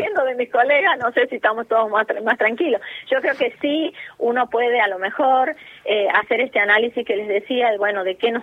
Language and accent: Spanish; Argentina; soy argentina